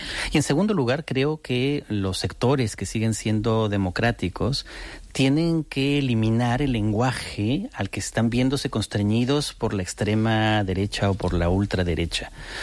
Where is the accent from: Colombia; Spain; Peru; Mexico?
Spain; also born or lived in United States; Bueno, soy también español y no siempre me he sentido en uh-huh. España, tengo que decirlo, absolutamente acogido